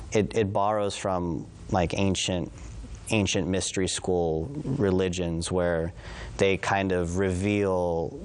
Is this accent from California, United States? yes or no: no; San Antonio, Texas, United States; where I grew up in San Antonio, there was a very big evangelical movement in the 90s.